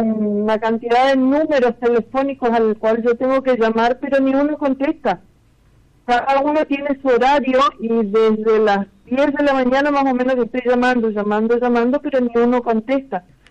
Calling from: Resistencia, Chaco, Argentina; Yo soy docente, soy de acá de Resistencia.

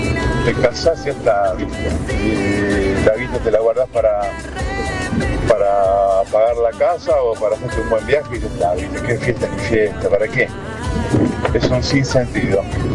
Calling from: Palermo, Buenos Aires, Argentina; Hola Fernández, equipo … de Palermo.

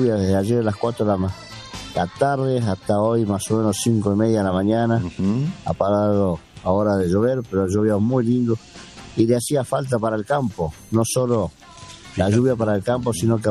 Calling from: Guanchín, La Rioja, Argentina; Este audio estoy haciendo de mi pueblo Guanchina, 20 kilómetros de Chilecito, La Rioja.

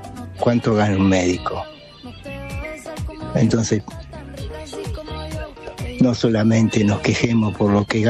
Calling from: La Plata, Buenos Aires Province, Argentina; de La Plata.

